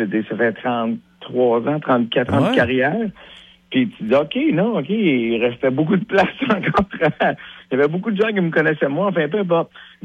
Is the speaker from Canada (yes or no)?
yes; Sainte-Clotilde, Quebec, Canada; born there; Je suis né à Montréal, tu sais, mais Sainte-Clotilde, en fait. Ma première maison, première demeure à Sainte-Clotilde.